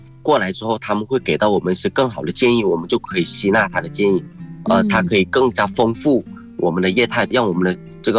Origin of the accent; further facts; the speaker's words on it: Hainan, China; 我就说我毕业之后我就一定回来建设我们的国际旅游岛，回来建设我们的家乡，带着这种初心去选择这个专业。